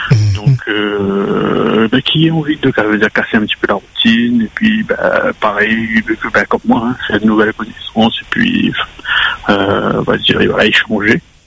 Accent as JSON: {"language": "French", "region": "Hauts-de-France", "country": "France", "said": "Je suis du Nord, donc si c'est quelqu'un du Nord, c'est idéal."}